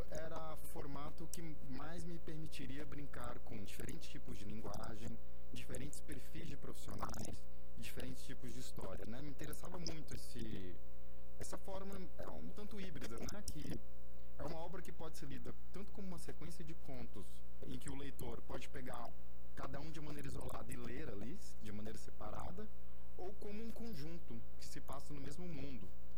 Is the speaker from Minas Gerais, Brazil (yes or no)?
no; Fortaleza, Ceará, Brazil; moved away; also born or lived in São Paulo; eu sou meio cearense, meio de descendência japonesa. Eu me considero fortalezense, mas nasci em São Paulo, vim muito novo para Fortaleza.